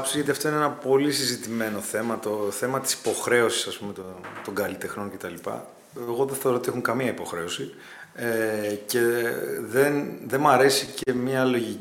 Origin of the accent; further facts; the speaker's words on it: Western Greece, Greece; είμαι και σκορπιός και είμαι από την Ηλία.